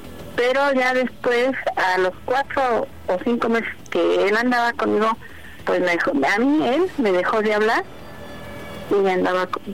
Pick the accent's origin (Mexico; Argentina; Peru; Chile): Mexico; State of Mexico; Tengo 59 y soy del estado, de aquí, de México.